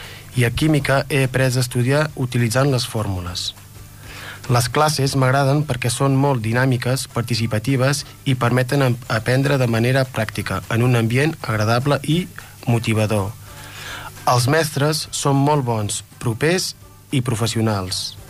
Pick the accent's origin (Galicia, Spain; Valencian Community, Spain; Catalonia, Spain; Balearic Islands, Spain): Catalonia, Spain; Vic; soc de Vic i soc alumne de GES al centre CFA Martí i Pol de Manlleu.